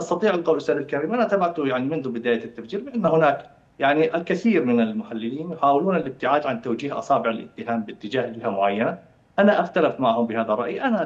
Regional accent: Syria; اليوم أنا سوري أعيش في وطن، في بلدي سوريا

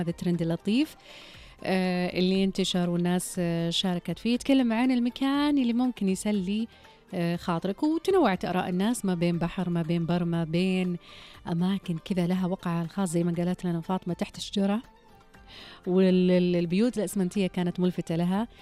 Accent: Riyadh, Riyadh Province, Saudi Arabia; طفولتي كانت في الرياض في الملز،

